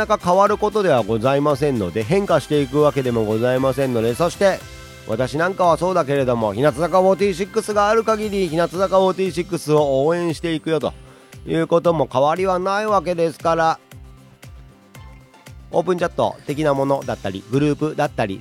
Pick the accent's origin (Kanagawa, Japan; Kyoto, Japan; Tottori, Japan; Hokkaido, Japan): Tottori, Japan; born or raised there